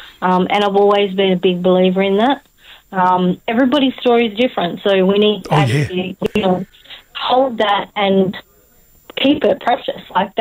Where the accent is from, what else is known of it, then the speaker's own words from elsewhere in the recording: Western Australia, Australia; So I'm from … so we classify ourselves as Mirninga. So we have Minang, which is technically what it is.